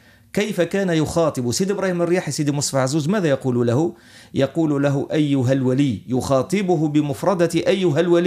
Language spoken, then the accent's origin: Arabic; Tunisia